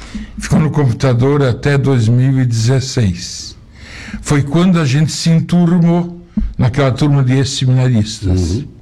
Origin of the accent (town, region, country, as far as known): Taió, Santa Catarina, Brazil; born there; moved away